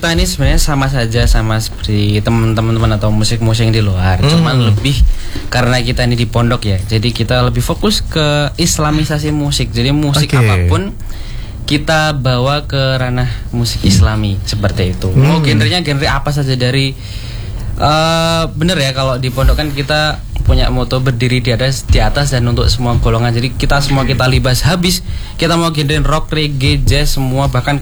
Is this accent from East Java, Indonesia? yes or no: yes; Pacitan, East Java, Indonesia; Saya berasal dari Pacitan